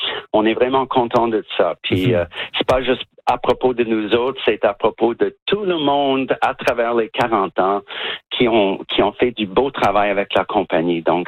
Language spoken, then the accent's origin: French; New Brunswick, Canada